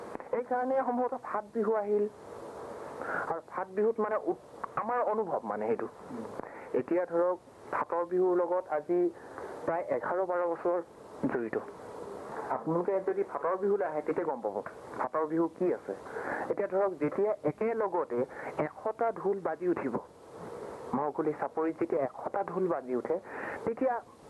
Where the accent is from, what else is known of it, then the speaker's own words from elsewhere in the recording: Assam, India; তাক ধৰক আমাৰ মিচিং হওক, নিপাক হওক, গোটেইখিনি আমি অসমীয়া